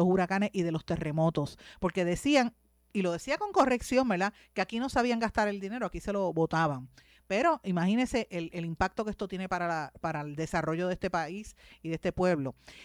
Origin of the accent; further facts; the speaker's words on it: Guaynabo, Puerto Rico; yo soy de Guaynabo, ese es mi pueblo